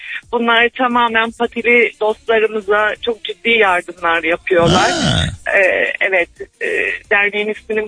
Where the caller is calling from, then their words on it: Ankara, Turkey; ben Ankara'dan arıyorum.